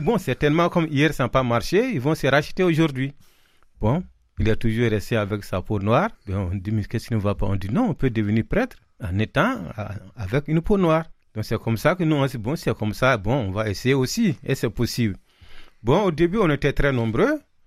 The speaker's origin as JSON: {"language": "French", "region": "Mopti", "country": "Mali", "tie": "born or raised there", "moved": "as an adult", "lives_now": "Montpellier, France", "said": "je viens du diocèse de Mopti au Mali. Je suis de l'ordination 1995, je viens d'une famille chrétienne et nous sommes 6 enfants en vie actuellement."}